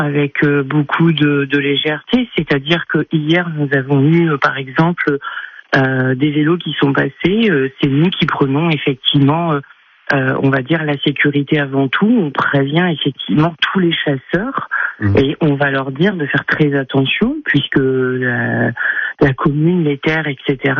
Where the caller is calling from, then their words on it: France; Chez nous, à Mairey-Lessard